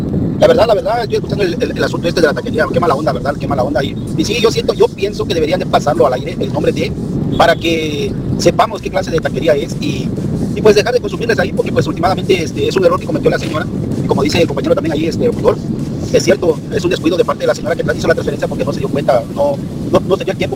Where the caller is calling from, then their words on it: Chiapas, Mexico; Como somos chiapanecos, somos pues, hermanos.